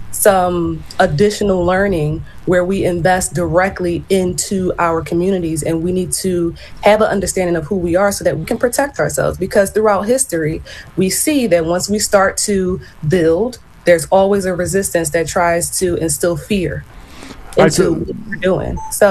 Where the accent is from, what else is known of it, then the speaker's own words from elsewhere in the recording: United States; I am a proud American woman, and that acknowledges the accomplishments of my African ancestors, who in fact were present prior to European colonization.